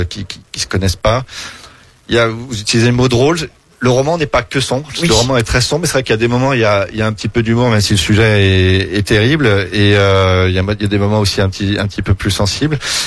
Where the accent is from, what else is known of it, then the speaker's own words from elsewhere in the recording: France; quand on est français